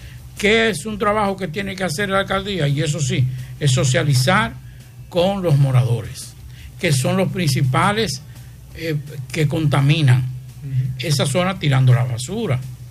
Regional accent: Santiago de los Caballeros, Santiago, Dominican Republic; soy santiaguero y vivo en Santiago.

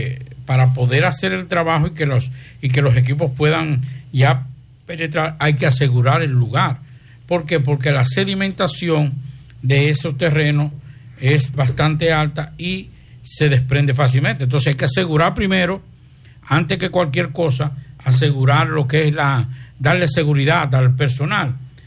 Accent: Santiago de los Caballeros, Santiago, Dominican Republic; born there; los que somos de Santiago

